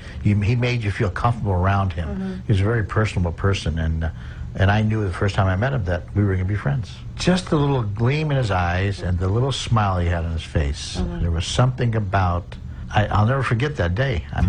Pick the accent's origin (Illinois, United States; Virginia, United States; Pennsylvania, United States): Illinois, United States; Chicago; I'm from Chicago